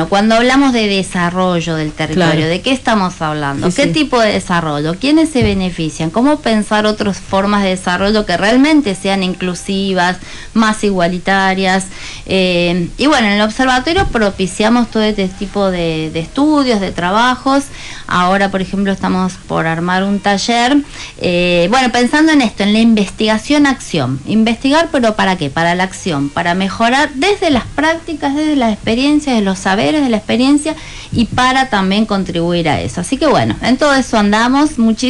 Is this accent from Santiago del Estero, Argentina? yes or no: no; Mendoza, Argentina